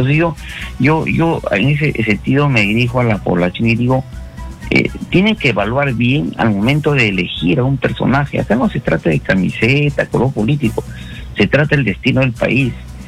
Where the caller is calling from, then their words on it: Huancayo, Junín, Peru; Huancayo, acá de Huancayo.